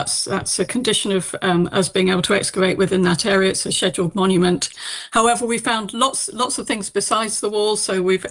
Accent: East Midlands, United Kingdom; I grew up in Northamptonshire, so it's a really special place for me.

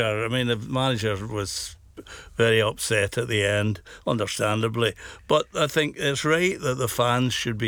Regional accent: Clydebank, Scotland, United Kingdom; also born or lived in Glasgow; I am actually from Clydebank, and lived round the corner from your grandfather when they lived in Lennox Avenue. I lived in Danes Drive.

